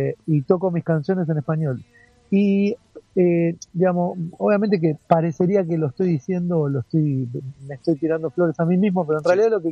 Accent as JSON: {"language": "Spanish", "country": "Argentina", "said": "yo tengo una característica, una raíz argentina, yo soy músico argentino, sí. Por eso mis canciones son en castellano, y no hablo de tú ni de ti, yo hablo de vos"}